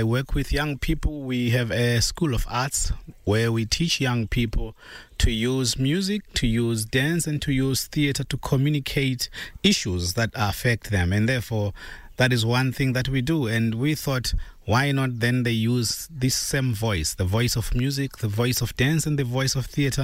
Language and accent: English; Zimbabwe; All the way from Zimbabwe in Southern Africa.